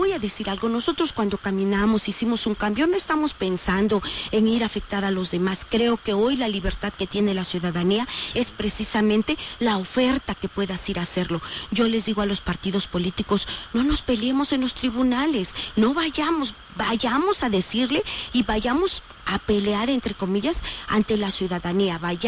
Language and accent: Spanish; Oaxaca, Mexico; esa gran fraternidad que somos los oaxaqueños y las oaxaqueñas